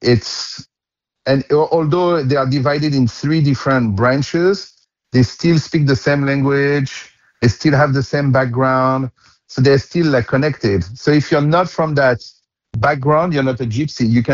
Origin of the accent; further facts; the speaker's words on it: Fontainebleau, Île-de-France, France; English is a second language; moved away; I'm from Fontainebleau. So for me, it's my roots. And I grew up among the gypsies